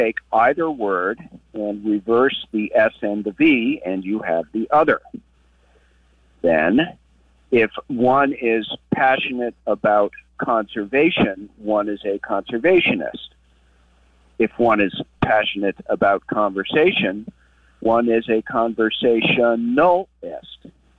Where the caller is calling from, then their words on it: Barre, Vermont, United States; I am calling from Barrie, Vermont.